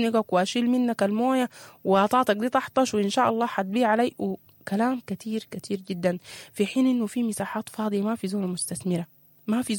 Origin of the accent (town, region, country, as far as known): Sudan